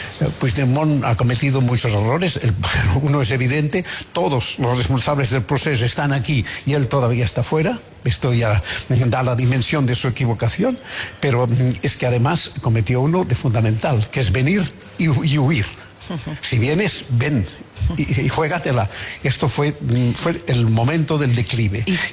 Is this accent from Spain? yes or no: yes; Catalonia, Spain; Difícil, porque yo soy ciudadano de España, pero catalán, que es distinto, pero bueno.